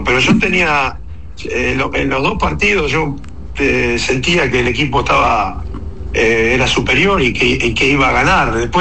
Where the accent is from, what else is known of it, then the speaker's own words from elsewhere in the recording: Argentina; now in Dominican Republic; yo te hablo como un argentino americano, digamos, aplatanado, porque yo estoy muy encariñado con el país